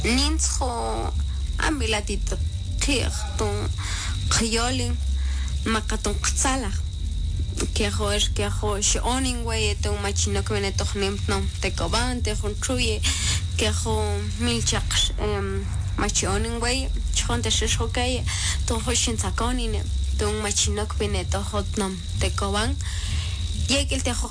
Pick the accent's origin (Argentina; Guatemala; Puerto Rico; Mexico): Guatemala; Huitán, Quetzaltenango; en mi pueblo de Huitán, es un es un municipio que sigue viva su cultura y ojalá que nunca se pierda.